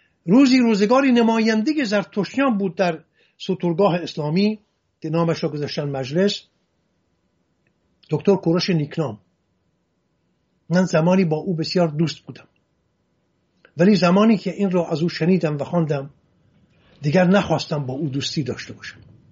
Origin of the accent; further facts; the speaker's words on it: Hamadan, Iran; من به راستی این مردم، خودم در محله کریمیان همدان بزرگ شدم، دوستان من بیشینی دوستان من بهترین دوستان من یهودی هستن